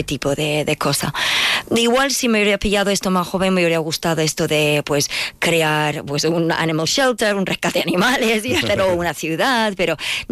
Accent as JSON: {"language": "Spanish", "region": "England", "country": "United Kingdom", "moved": "yes", "said": "como buena inglesa que soy"}